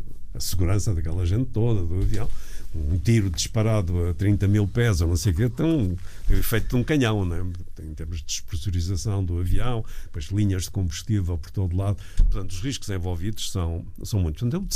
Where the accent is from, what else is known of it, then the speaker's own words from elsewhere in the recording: Vila do Conde, Norte, Portugal; Eu cresci em Vila do Conde, como já disse duas ou três vezes.